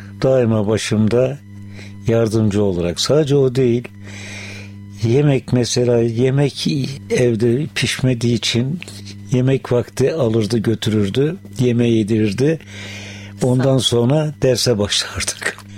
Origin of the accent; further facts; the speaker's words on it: Adana, Turkey; moved away; also born or lived in Istanbul / Ankara; 1939 Adana doğumluyum.